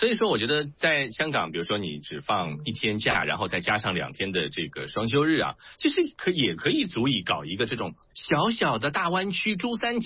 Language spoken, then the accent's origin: Chinese; Shanghai, China; 但对于我们上海话来说